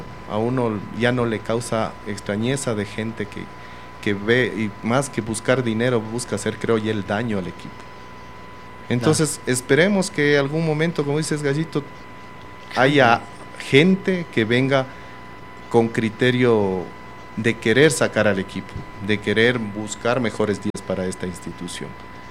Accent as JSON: {"language": "Spanish", "town": "Riobamba", "region": "Chimborazo", "country": "Ecuador", "said": "como somos de Riobamba"}